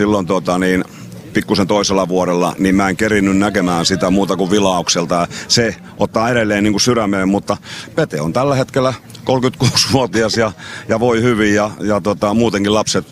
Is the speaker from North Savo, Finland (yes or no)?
no; Alavus, South Ostrobothnia, Finland; born there; also born or lived in Kuortane / Helsinki; now in Seinäjoki, Finland; mä oon syntynyt Alavudella Rantateosen kylässä puujalostustehtaan varjossa ja sieltä on muuttanut sitten Kuortaneelle vuonna 73, kun äiti kuoli